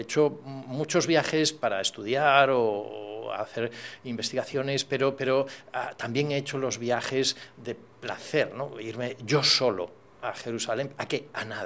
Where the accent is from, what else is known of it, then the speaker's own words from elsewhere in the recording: Galicia, Spain; now in Mallorca, Spain; yo soy del norte de Galicia, de tierra de marinos y por tanto pues aquí en Mallorca estoy encantado, que estoy como en mi tierra, ¿no?